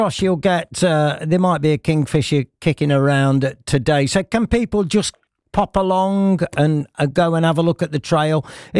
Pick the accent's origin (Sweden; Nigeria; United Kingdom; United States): United Kingdom; England; When I go to America, everybody loves my accent because I'm English